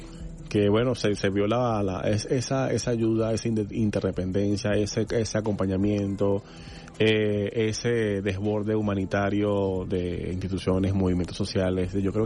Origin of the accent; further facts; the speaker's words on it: Venezuela; nosotros como venezolanos